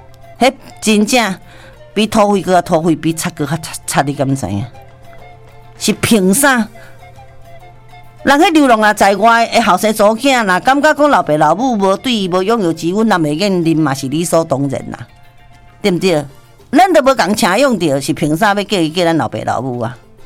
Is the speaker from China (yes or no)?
no; Taiwan; 咱身为台湾人，